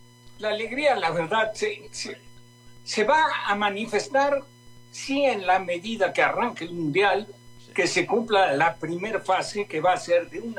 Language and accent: Spanish; Mexico; Me anima porque quiero mucho a mi país, soy mexicano, aunque también soy americano